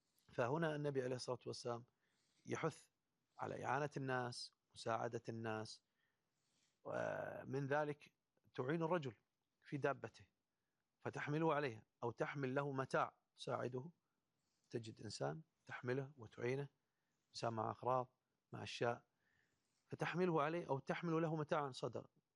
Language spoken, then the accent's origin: Arabic; Kuwait; عندنا في الكويت